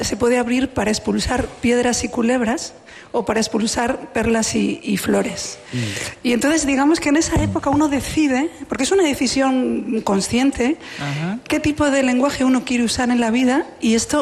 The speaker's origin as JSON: {"language": "Spanish", "town": "León", "region": "Castile and León", "country": "Spain", "tie": "born or raised there", "said": "Yo soy leonesa, hice el bachillerato aquí al lado, en el Juan de la Encina"}